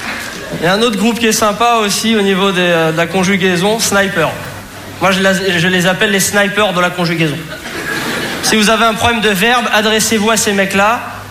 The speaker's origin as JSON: {"language": "French", "town": "Saint-Denis", "region": "Île-de-France", "country": "France", "said": "Moi, je vous dis, moi, le rap, je connais, je viens de Saint-Denis, franchement."}